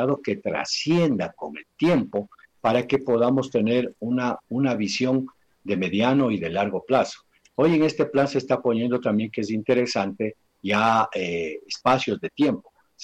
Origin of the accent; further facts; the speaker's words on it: Ecuador; sentirnos ecuatorianos.